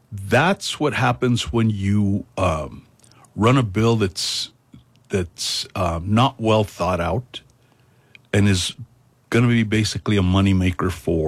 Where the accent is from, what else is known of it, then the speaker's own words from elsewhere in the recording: Española, New Mexico, United States; I look at my hometown. I grew up in Española.